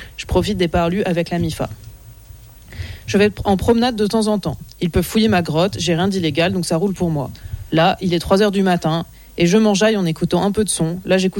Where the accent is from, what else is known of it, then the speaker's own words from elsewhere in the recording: Grand Est, France; Comme vous le savez, je suis de l'Alsace